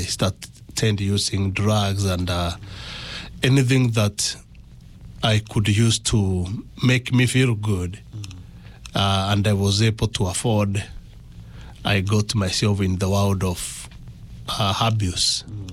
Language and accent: English; Embu, Embu County, Kenya; moved away as an adult; I was born in Embu, Kenya. Embu is in the slopes of Kenya. It's the largest and tallest mountain in Kenya